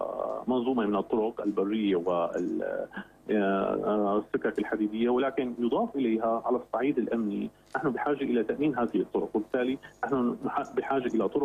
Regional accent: Syria

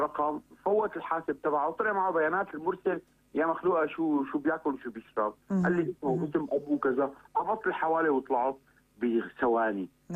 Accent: Syria; عندنا احنا بسوريا

